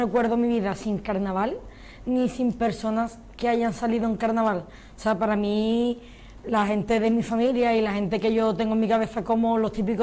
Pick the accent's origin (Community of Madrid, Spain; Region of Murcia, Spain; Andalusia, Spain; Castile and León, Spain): Andalusia, Spain; Cádiz; creo que la gente que somos de Cádiz, que nos gusta el carnaval